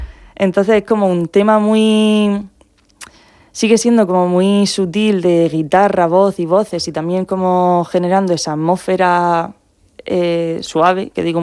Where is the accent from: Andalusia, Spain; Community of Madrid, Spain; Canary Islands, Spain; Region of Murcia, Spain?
Region of Murcia, Spain; Molina de Segura; yo soy de aquí, yo soy